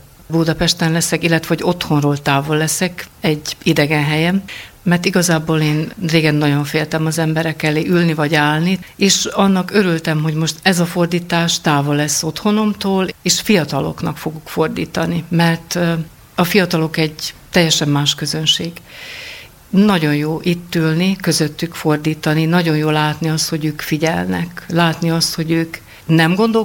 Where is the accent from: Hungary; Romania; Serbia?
Serbia; Vojvodina; first language Croatian; Hungarian is a second language; Vajdaságból érkeztem